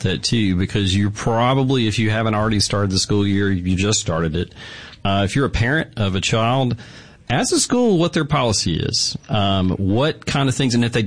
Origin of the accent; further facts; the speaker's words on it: Mississippi, United States; growing up in Mississippi